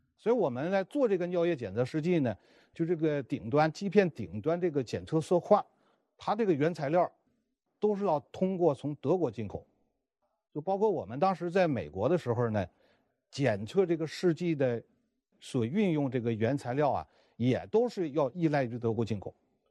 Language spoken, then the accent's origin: Chinese; China; 本身我作为华人，作为国人，咱们国家现在糖尿病这个患者2.3亿多